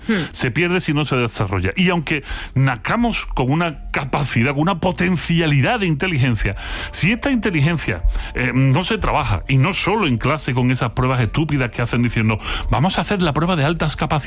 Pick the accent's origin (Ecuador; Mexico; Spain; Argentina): Mexico; born there; Esto lo hacía nací en México, ¿eh? Que nadie me pregunte por nombres de España.